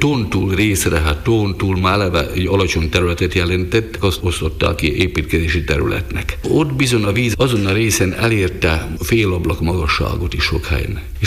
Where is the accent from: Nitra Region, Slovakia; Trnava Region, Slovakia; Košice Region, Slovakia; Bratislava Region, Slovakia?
Nitra Region, Slovakia; Kolozsnéma; Ugye gyerekkoromtól én a Duna mellett nőttem, kolozsnémai születésű vagyok